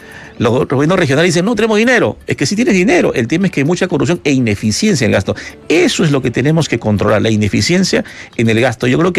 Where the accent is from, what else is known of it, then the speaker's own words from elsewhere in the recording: Peru; Muchos países reconocen el logro peruano